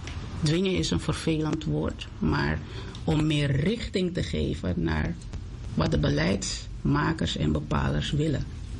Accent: Netherlands; born there; Ik ben in Nederland geboren. Ik heb hier gestudeerd. Ik heb er in loondienst gewerkt

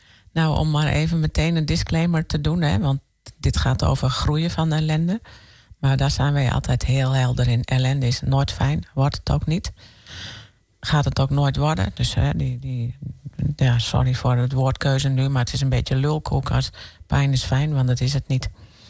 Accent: Netherlands; accent: northern; Mensen zouden niet denken aan mijn tongval. Ik heb een noordelijke tongval, maar ik woon nu helemaal in Noord-Brabant. Vlakbij Eindhoven.

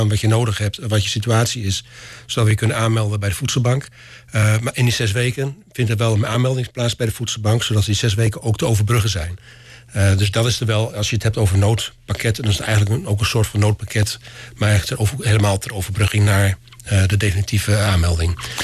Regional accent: Zwolle, Overijssel, Netherlands; Ik kom zelf uit Zwolle.

